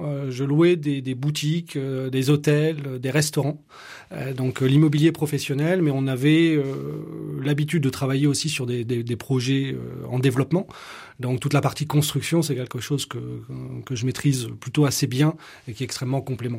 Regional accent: Nouvelle-Aquitaine, France; moved away as an adult; also born or lived in United States; j'ai eu envie de revenir en Charente qui est ma terre natale et de revenir après ces années d'expatriation.

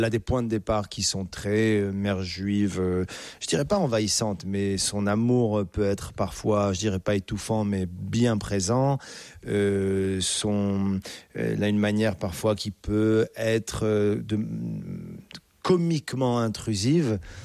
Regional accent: Casablanca, Casablanca-Settat, Morocco; born there; Je suis né à Casa et ses passions sont nées à Casa.

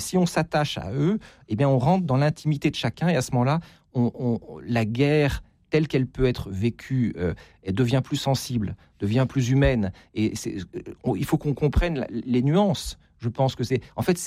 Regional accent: Russia; French is a second language; c'est vrai que quand on est russe, et surtout si on est russe et que on désire la démocratie dans son pays, on entend le fait d'être renvoyé à des clichés.

